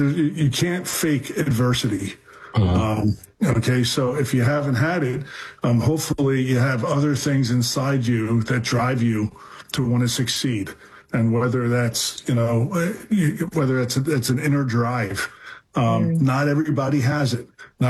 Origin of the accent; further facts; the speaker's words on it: Philadelphia, Pennsylvania, United States; I'm from Philadelphia. Right, born and raised in Philadelphia, and I have three sisters, and I have two older and one younger.